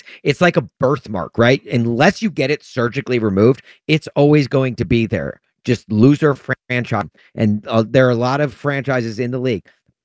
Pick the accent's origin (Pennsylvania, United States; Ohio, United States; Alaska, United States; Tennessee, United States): Tennessee, United States; Nashville; now in Chicago, United States; It is the current town that I live in, that where my home is located. I am from Nashville and a Titans fan.